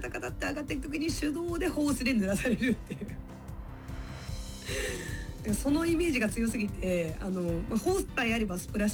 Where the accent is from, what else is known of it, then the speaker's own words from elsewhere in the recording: Kawasaki, Kanagawa, Japan; 私ね、あの出身が川崎市なんですよ。